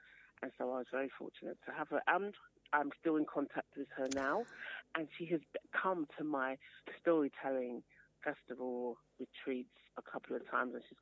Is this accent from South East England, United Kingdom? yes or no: no; London, United Kingdom; also born or lived in Birmingham; I was born in Birmingham, grew up in London, and I went to primary school in Tooting Broadway, Selling Court School.